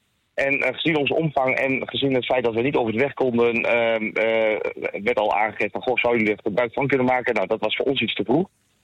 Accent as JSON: {"language": "Dutch", "country": "Netherlands", "said": "Maar ik denk dat dat misschien wel de grootste schade is die we kunnen veroorzaken als Nederlanders."}